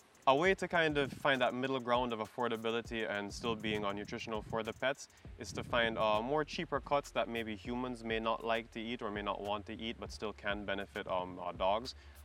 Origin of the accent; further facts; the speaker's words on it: Jamaica; As Jamaican pet owners, we kind of have fallen into some bad habits that are kind of culturally accepted.